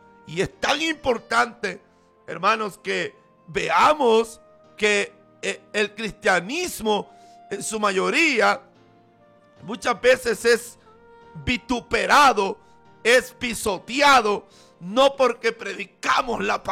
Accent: El Salvador

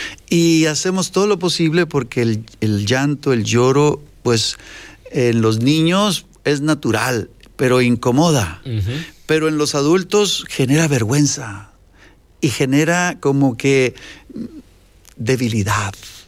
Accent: Sonora, Mexico; yo soy de Sonora, Tijuana, Sonora

